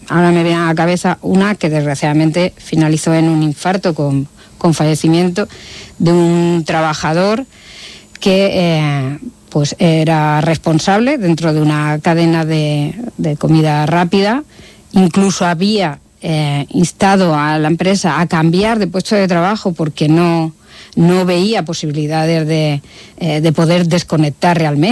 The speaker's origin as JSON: {"language": "Spanish", "town": "Alicante", "region": "Valencian Community", "country": "Spain", "said": "de la inspección de trabajo de Alicante, que es de donde yo vengo"}